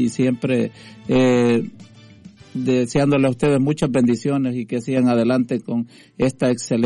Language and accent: Spanish; La Unión, El Salvador; moved away; Somos del Salvador